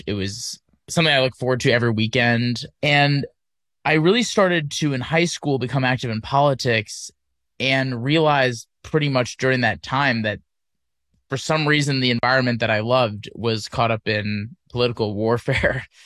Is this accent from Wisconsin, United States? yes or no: yes; Wisconsin, United States; Yeah, I grew up in Wisconsin, and our version of nature was the 12,000 lakes that the state has.